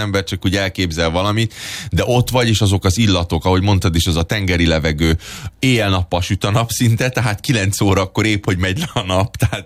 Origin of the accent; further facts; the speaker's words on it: Budapest, Hungary; magyarként, meg úgy kis egyszerű kis budapesti ki cigányként